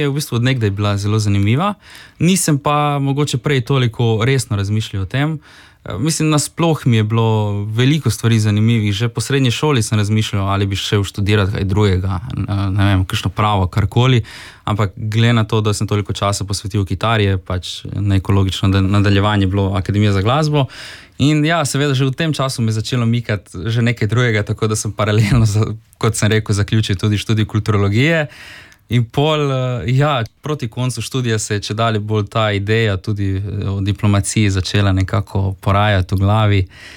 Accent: Rijeka, Primorje-Gorski Kotar County, Croatia; tako da smo očitno ti reški Slovenci, smo srečni

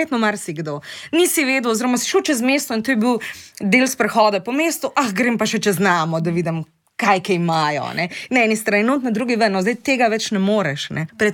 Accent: Ljubljana, Central Slovenia, Slovenia; Ampak še vedno pa absolutno, kjer jaz to občutim kot Ljubljančanka

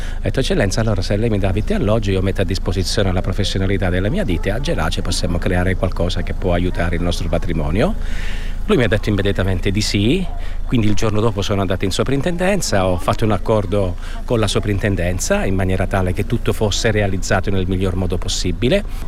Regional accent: Calabria, Italy; sono calabrese

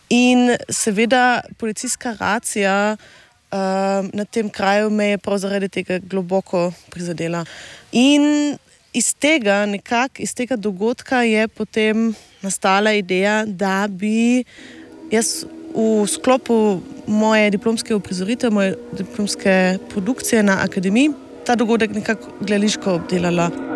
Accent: Sittersdorf, Carinthia, Austria; moved away as an adult; also born or lived in Vienna, Austria; now in Ljubljana, Slovenia; jaz sem doma iz Gorič pri Žitari vasi. Sem koroška Slovenka in najprej sem študirala na Dunaju vede gledališča, filme in medijev

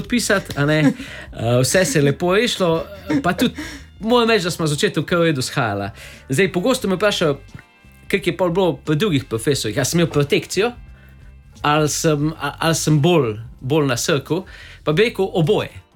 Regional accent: Velenje, Savinja, Slovenia; 1000 mil do doma, 1000 do Velenja, zakaj? Ker sem iz Velenja.

